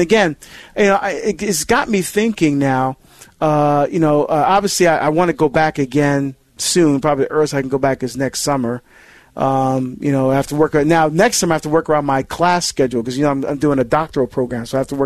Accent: New Jersey, United States; calling from my home state of New Jersey, from Toms River.

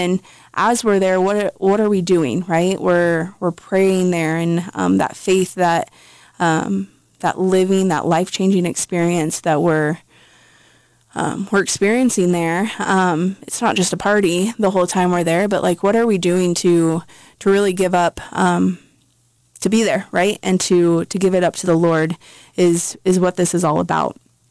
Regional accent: Nebraska, United States; born there; moved away; last weekend I was back home in central Nebraska

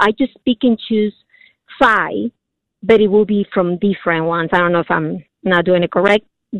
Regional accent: Mexico; moved away as an adult; now in San Antonio, United States; I'm from Mexico

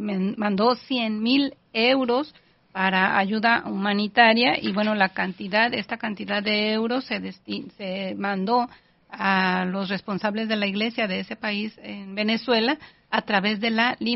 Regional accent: Mexico; Y nosotros como mexicanos nos queda, tenemos esa historia, ¿no? Ese recuerdo porque, bueno, también lo vivimos, también vivimos réplicas fuertes en el terremoto del 85.

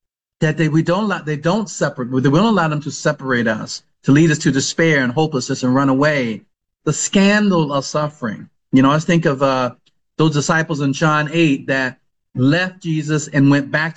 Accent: United States; growing up in the West, growing up in the United States

